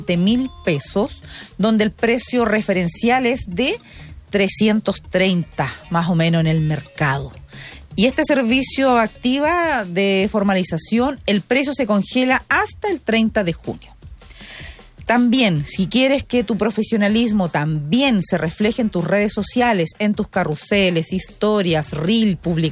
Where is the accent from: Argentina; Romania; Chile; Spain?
Chile; 5 somos chilenas